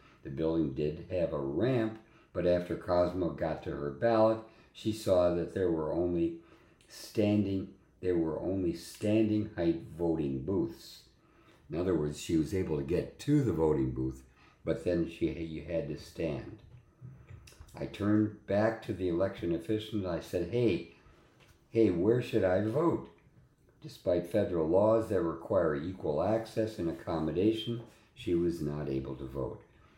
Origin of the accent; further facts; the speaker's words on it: Michigan, United States; in Michigan, state of Michigan, my home state actually